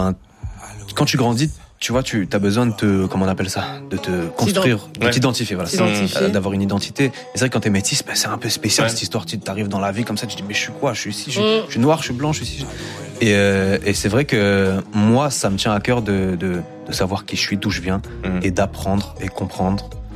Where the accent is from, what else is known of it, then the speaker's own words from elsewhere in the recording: Martinique; Et d'ailleurs, je dis que je suis martinique, mais je suis haïtien dans le cœur aussi.